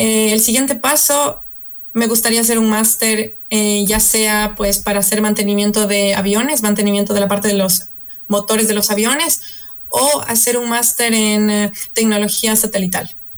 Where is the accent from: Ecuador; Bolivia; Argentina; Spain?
Ecuador; now in Warsaw, Poland; en mi año soy la única ecuatoriana que está estudiando ingeniería aeroespacial